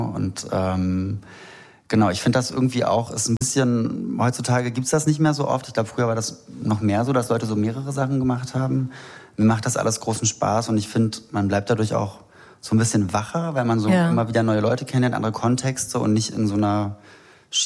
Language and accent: German; Berlin, Germany; Ich bin komplett im Prenzlauer Berg aufgewachsen, ja.